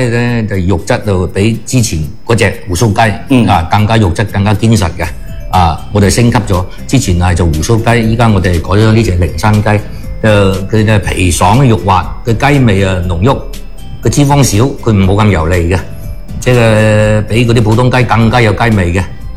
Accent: Guangdong, China; 非常適合我哋廣東人

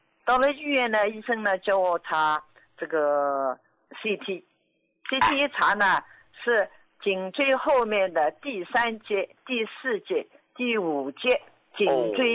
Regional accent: Jiangsu, China; 我今年73岁，我是江苏的。

